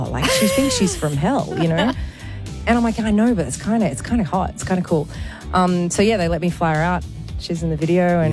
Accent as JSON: {"language": "English", "country": "Australia", "said": "I'm Australian"}